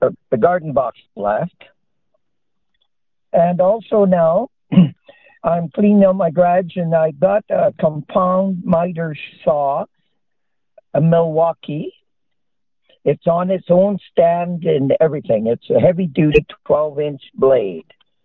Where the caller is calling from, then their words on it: Stonewall, Manitoba, Canada; From Stonewall, Manitoba.